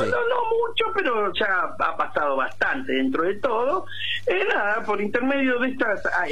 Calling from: Quilmes, Buenos Aires Province, Argentina; Yo soy del barrio de Quilmes.

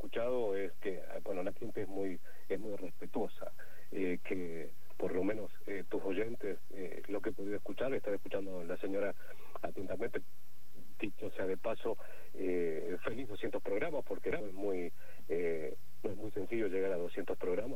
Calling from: San Juan, Argentina; de San Juan.

